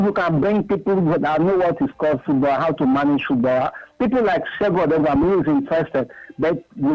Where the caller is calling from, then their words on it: Ikorodu, Lagos, Nigeria; I'm calling from Ikorodu.